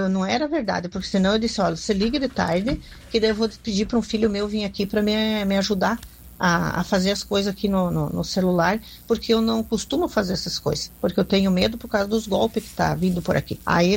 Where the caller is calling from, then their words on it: Santa Catarina, Brazil; eu sou de Santa Catarina